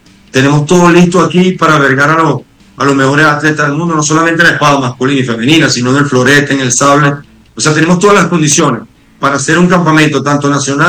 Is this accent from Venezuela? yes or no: yes; Bolívar, Venezuela; Contento de estar aquí en mi tierra